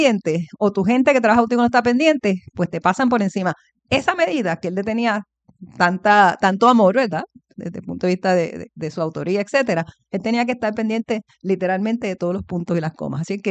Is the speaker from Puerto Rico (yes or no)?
yes; Puerto Rico